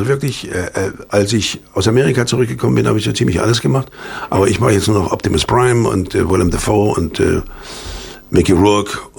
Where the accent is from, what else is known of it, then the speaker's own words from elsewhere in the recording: Germany; moved away; als ich abgehauen bin aus der DDR, mein erster Gang war aufs Konsulat